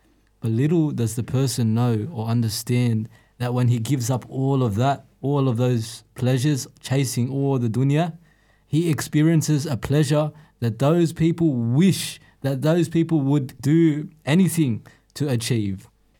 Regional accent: Australia; Born and bred in Australia

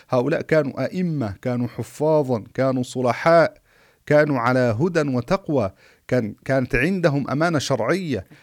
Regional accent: Egypt; حصل عندنا في مصر

